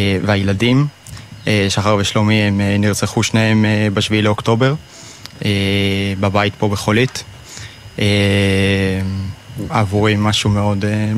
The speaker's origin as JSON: {"language": "Hebrew", "town": "Kiryat Motzkin", "region": "Haifa District", "country": "Israel", "moved": "as an adult", "lives_now": "Holit, Israel", "said": "אני מהקריות במקור, מקריית מוצקין."}